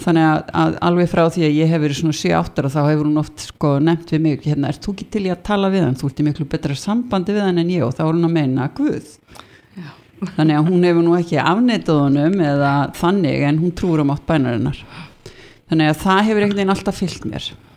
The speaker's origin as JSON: {"language": "Icelandic", "town": "Hafnarfjörður", "region": "Capital Region", "country": "Iceland", "tie": "born or raised there", "said": "ég sem sé fædd og uppalinn í Hafnarfirði, gaflari á Guðs náð og hérna og ekki alinn upp í raunni sérstaklega trúari fjölskyldu"}